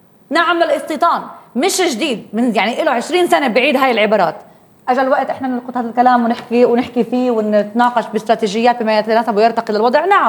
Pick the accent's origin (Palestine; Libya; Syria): Palestine; انا كفلسطيني